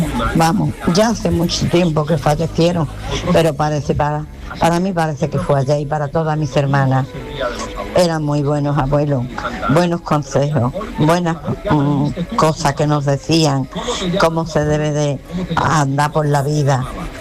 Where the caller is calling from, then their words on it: Spain; de Alcalá.